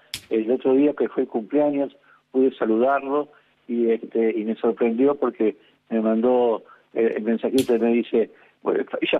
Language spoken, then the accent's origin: Spanish; Argentina